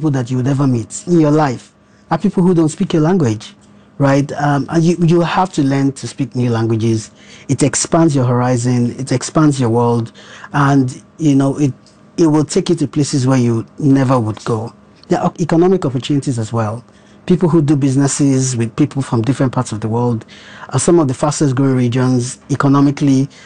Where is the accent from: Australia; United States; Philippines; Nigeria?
Nigeria; Because I'm Nigerian, I've been Nigerian for all my life, over 40-something years